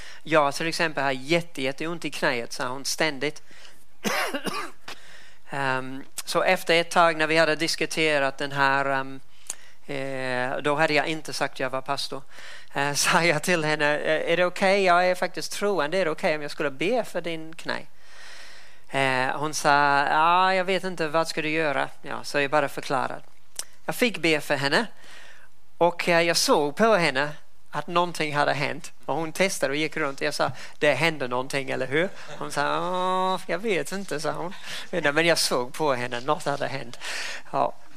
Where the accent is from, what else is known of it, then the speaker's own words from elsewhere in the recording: New Zealand; sen nämnde hon mitt hemland Nya Zeeland, och det var en diskussion om dödshjälp